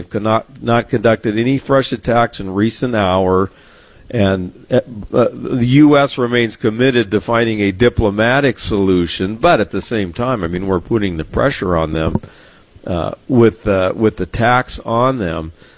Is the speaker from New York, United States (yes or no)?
no; San Diego, California, United States; I grew up fishing in San Diego Bay and Mission Bay